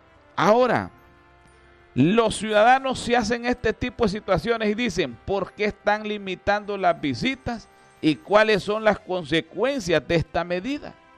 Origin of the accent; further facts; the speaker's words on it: Honduras; nosotros, como hondureños